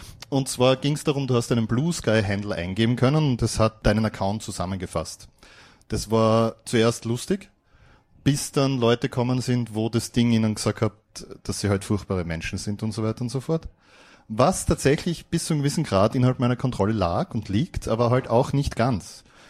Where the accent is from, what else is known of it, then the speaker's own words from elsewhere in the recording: Graz, Styria, Austria; ich komme aus Graz.